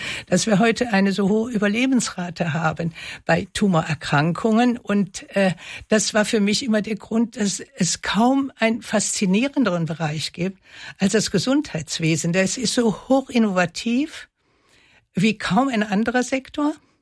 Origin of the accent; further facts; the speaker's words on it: Rhineland, Germany; accent: Rhineland; dass man natürlich hört, dass ich aus dem Rheinland komme.